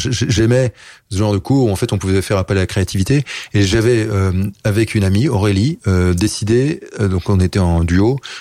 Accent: Paris, Île-de-France, France; born or raised there

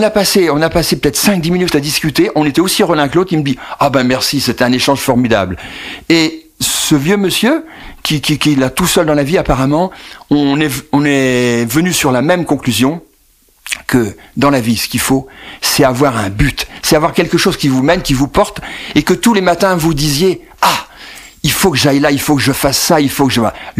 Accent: Nevers, Bourgogne-Franche-Comté, France; Je suis de Nevers de Cise, Sainte-Bernadette est là-bas, voilà.

